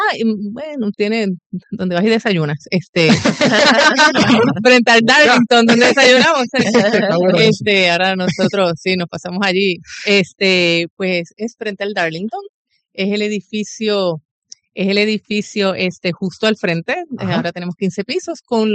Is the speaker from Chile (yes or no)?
no; Puerto Rico; Yo simplemente soy una puertorriqueña